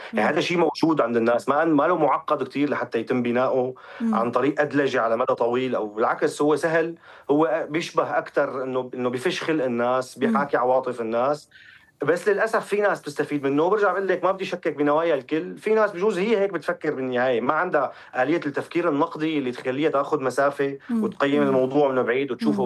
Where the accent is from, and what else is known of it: Syria